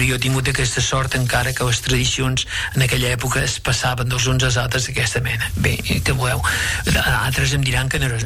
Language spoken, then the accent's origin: Catalan; Aragon, Spain; Jo, que m'he criat en la Franja de Ponent